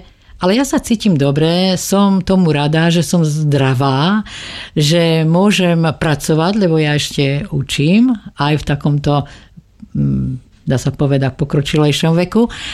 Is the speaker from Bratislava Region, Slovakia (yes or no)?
no; Koritárky, Banská Bystrica Region, Slovakia; u nás na Koritárka a vôbec na Podpolaní je známe, že my si vlastne uchovávame tie tradície aj do súčasného obdobia.